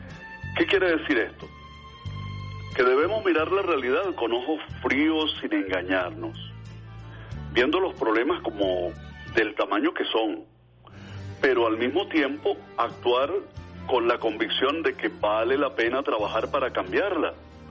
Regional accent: Venezuela; Una frase muy útil para nosotros los venezolanos

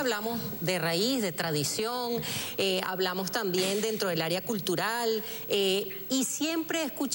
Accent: Trujillo, Venezuela

